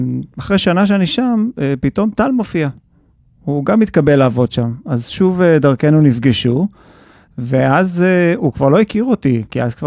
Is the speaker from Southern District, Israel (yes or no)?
no; Ra'anana, Central District, Israel; גדלתי ברעננה, בבית מסורתי, לא דתי בכלל.